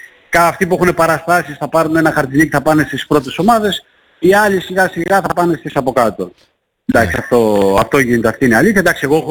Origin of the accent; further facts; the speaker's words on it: Patras, Western Greece, Greece; είμαστε από την Πάτρα, με βοηθάνε και είναι προς τιμή τους και το σέβομαι.